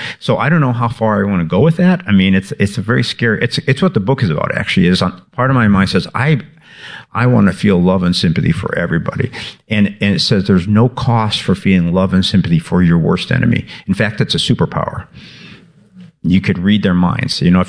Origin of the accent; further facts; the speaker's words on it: Chicago, Illinois, United States; I grew up in Chicago on the South Side, and there was a very, you know, very male-centered time.